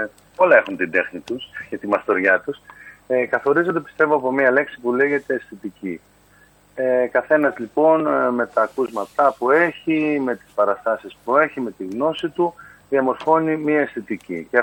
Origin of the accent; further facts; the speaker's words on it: Lemnos, North Aegean, Greece; να τιμήσω τον τόπο μου